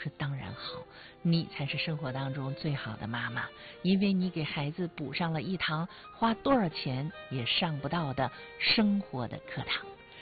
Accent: Northeast China, China; 看看那个冒着热气的锅里咱们东北人喜欢的大饼子它是怎么烙出来的煎出来的，是不是啊？

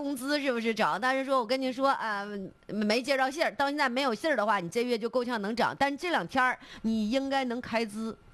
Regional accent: Northeast China, China; 一到咱下半年吧，咱们东北这边缴费就开始多了

